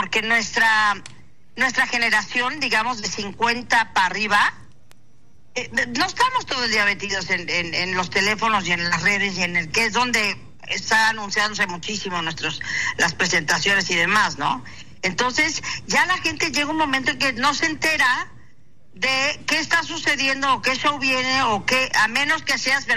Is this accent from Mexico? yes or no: yes; Mérida, Yucatán, Mexico; a Mérida, Yucatán, mi tierra preciosa.